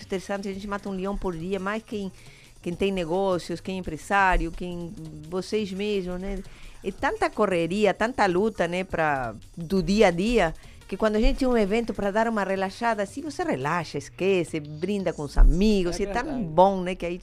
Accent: Argentina; moved away; Eu sou argentina.

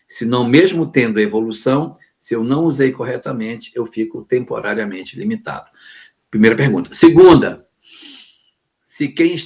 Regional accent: Macapá, Amapá, Brazil; born there; also born or lived in Porto Velho; Eu nasci em Macapá e fui para Porto Velho. Mas é Brasil do mesmo jeito.

